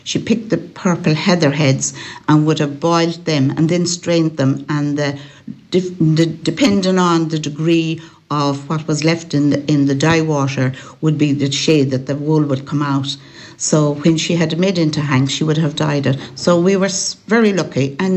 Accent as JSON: {"language": "English", "town": "Bundara Hallin", "region": "Connacht", "country": "Ireland", "tie": "born or raised there", "also_born_or_lived": "Toom", "said": "Yes, I'm a Galway girl. I was born in Toom and I grew up in Bundara Hallin in County Galway, which actually is inside the border of Mayo."}